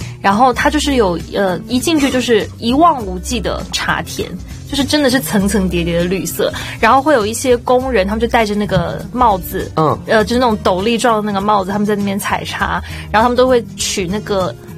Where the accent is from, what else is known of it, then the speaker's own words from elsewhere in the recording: Vancouver, British Columbia, Canada; 但是对于我们温哥华人来说，